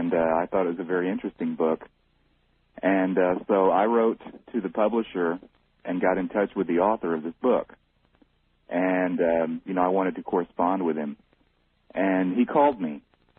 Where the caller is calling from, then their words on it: San Antonio, Texas, United States; I'm in San Antonio, Texas.